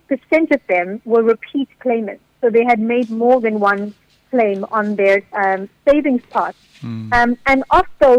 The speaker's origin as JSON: {"language": "English", "country": "South Africa"}